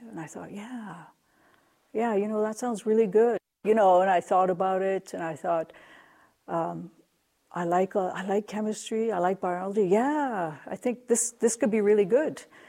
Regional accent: Chilliwack, British Columbia, Canada; now in Prince Albert, Canada; I am originally from BC. I was born in Chilliwack, and I am now living in Prince Albert.

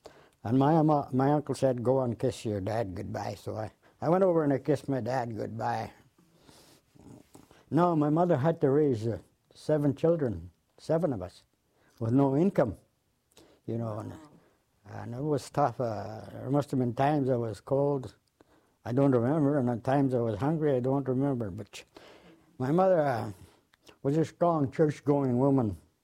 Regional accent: Moose Factory, Ontario, Canada; and Moose Factory is on the is an island where the reserve is on the island, that's where I grew up in Moose Knee.

